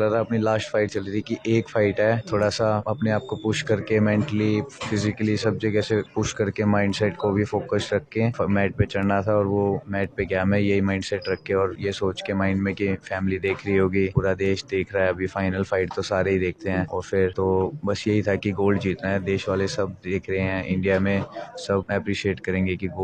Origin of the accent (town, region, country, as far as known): Delhi, India